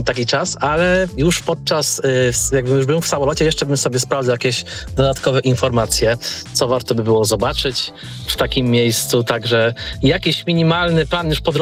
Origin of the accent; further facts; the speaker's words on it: Subcarpathian Voivodeship, Poland; Ja jestem z Podkarpacia